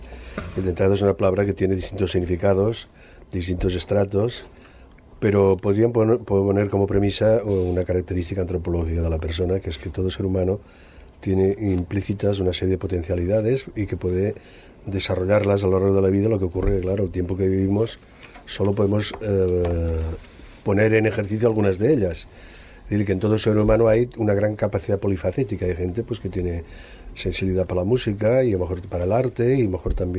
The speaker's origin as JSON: {"language": "Spanish", "region": "Aragon", "country": "Spain", "said": "Digamos que soy maño."}